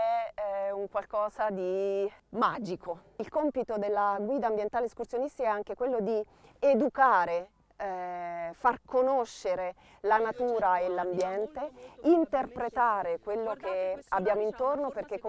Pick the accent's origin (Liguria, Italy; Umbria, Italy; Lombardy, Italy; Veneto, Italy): Umbria, Italy; Todi; also born or lived in Perugia; Sono nata fisicamente a Perugia, in Umbria, ma sono cresciuta e vissuta a Todi, nelle colline di Todi, nel centro dell'Umbria.